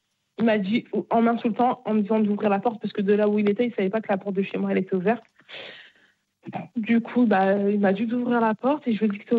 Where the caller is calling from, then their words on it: Bayeux, Normandy, France; Moi, je viens de Bayeux.